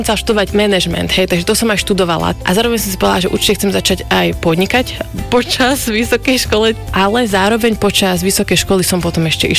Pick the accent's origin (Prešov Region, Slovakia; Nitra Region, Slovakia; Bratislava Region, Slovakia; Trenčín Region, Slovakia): Nitra Region, Slovakia; Hontianska Vrbica; also born or lived in Želiezovce; now in United States; Narodila som sa v Želiezovciach, ale pochádzam z Hontianskej Vrbice, čo je taká malá dedinka vedľa Levíc.